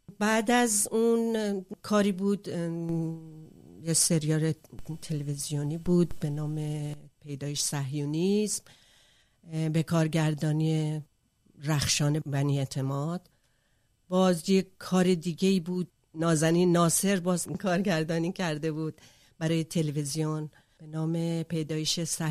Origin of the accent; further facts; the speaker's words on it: Tehran, Tehran Province, Iran; در تهران به دنیا اومدم، در تهران بزرگ شدم، نوجوان شدم و جوان.